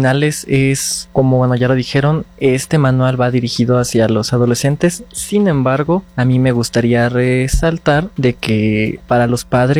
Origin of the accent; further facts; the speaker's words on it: Mexico; como mexicanos vamos a crecer